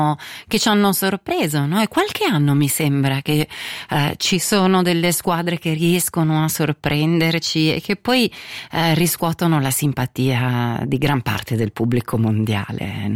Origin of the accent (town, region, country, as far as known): Switzerland